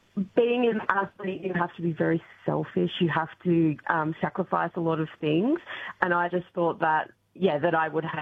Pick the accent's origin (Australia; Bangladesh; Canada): Australia; Harcourt, Victoria; also born or lived in Melbourne; now in Castlemaine, Australia; And I was previously living in Melbourne. We've only been, I grew up in Harcourt, but only been back in Castlemaine for nearly 3 years.